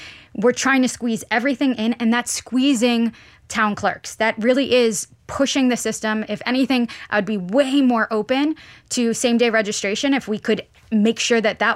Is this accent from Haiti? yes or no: no; Honduras; moved away as an adult; now in United States; I'm an immigrant who came to this country. I'm Hispanic. I'm from Honduras.